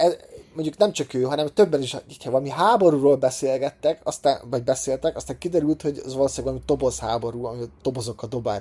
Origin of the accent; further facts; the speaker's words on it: Hungary; hogy jó, mert mi meg magyarok vagyunk